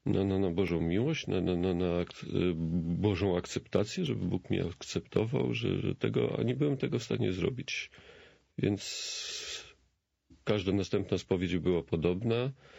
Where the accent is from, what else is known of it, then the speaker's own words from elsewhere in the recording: eastern Poland, Poland; I wychowałem się na wsi, na takiej bardzo drogiej wiosce na wschodzie.